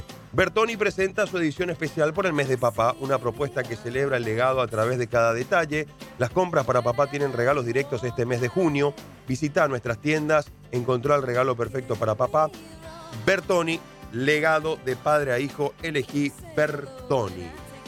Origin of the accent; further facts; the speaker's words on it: Paraguay; Nosotros somos los paraguayos que en cada partido homenajeamos a nuestra tierra